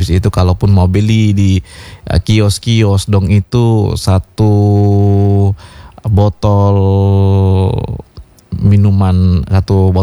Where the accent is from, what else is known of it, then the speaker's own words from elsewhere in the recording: East Nusa Tenggara, Indonesia; beta juga orang Wesau mama juga orang Wesau